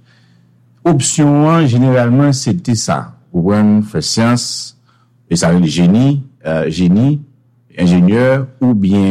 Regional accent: Port-au-Prince, Ouest, Haiti; also born or lived in Grand'Anse / Sud; je viens de Port-au-Prince.

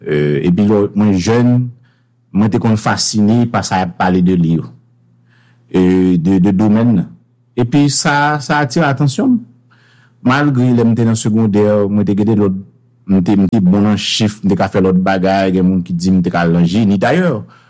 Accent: Port-au-Prince, Ouest, Haiti; also born or lived in Grand'Anse / Sud; je viens de Port-au-Prince.

